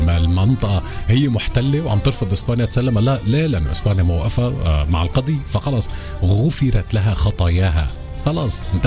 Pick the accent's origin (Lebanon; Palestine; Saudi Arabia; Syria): Lebanon; أنا كمواطن لبناني